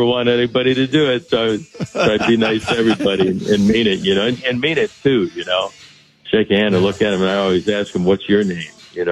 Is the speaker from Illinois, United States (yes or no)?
yes; Chicago, Illinois, United States; me growing up in Chicago and my favorite player, Louis Aparicio